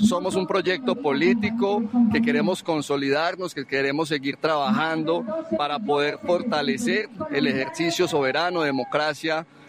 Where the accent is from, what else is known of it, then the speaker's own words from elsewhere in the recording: Colombia; lo que sentimos como pueblo colombiano